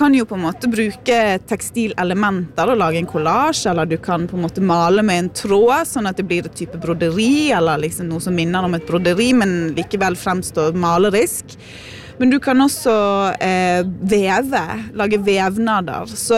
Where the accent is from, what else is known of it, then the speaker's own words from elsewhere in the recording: Bergen, Vestland, Norway; also born or lived in Kaupanger; Jeg kommer fra Bergen, men jeg har vokst opp 2 år, til jeg var 2 år, I Kaupanger I Sogndal.